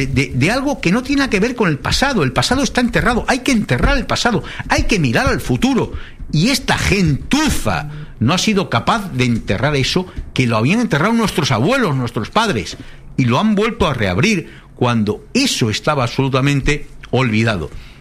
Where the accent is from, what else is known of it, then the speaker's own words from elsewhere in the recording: Spain; Oye, es que nosotros somos españoles, nuestra bandera, nuestro himno, eso es sagrado en cualquier país democrático